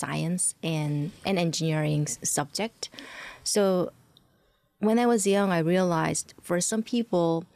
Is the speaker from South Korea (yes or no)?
yes; South Korea; moved away as an adult; growing up in South Korea, I didn't know what are the career options that I had.